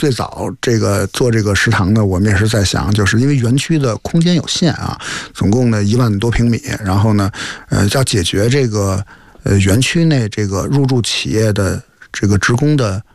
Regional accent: northern China, China

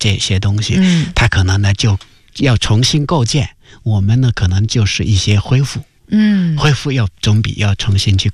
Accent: China; 对于我中国人来说

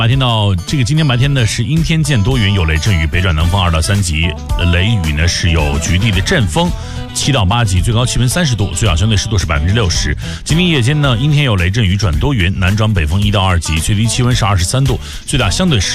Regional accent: Inner Mongolia, China; moved away; 我们小时候在那儿待着一点不舒服呀

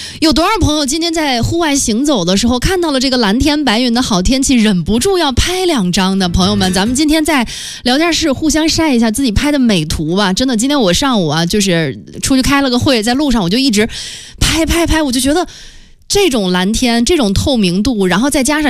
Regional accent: Nantong, Jiangsu, China; now in Beijing, China; 我的老家啊，江苏南通，对，就是更小的城市

